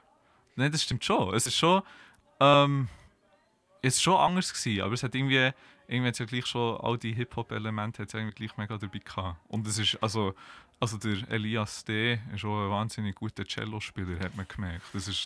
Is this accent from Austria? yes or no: no; Bern, Switzerland; deswegen komme ich sogar extra aus Bern daher.